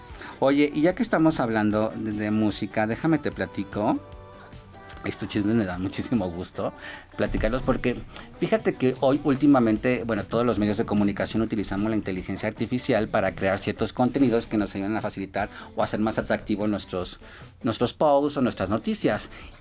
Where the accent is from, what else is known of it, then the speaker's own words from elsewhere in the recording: Mexico; no hay como las mexicanas, como los mexas